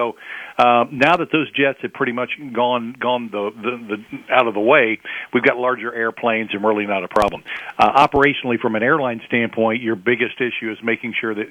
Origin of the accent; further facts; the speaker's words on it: United States; born there; I won the lottery by being born an American.